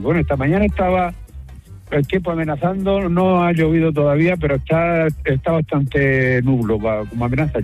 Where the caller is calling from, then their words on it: Region of Murcia, Spain; tenemos aquí a un paso de mi pueblo, que es Alejo